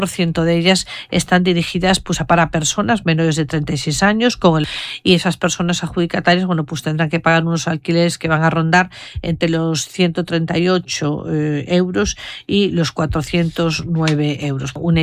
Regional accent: A Coruña, Galicia, Spain; como coruñesa y como gallega

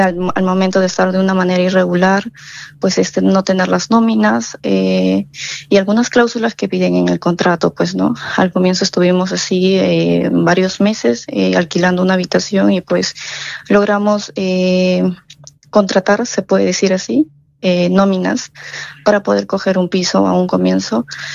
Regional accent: Peru; moved away as an adult; now in Cantabria, Spain; mi país de origen es Perú.

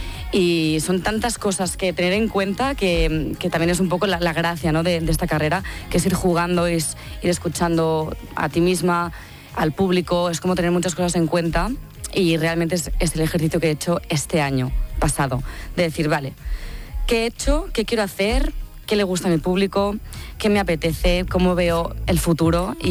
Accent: Tiana, Catalonia, Spain

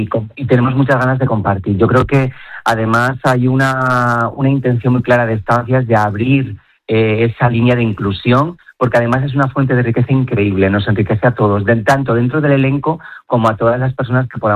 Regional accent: Asturias, Spain; como asturiano carballón que soy

